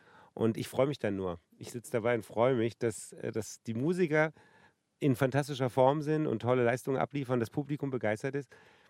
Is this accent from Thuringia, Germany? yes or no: no; Berlin, Germany; Ein Album zu meiner Jugend in Ost-Berlin.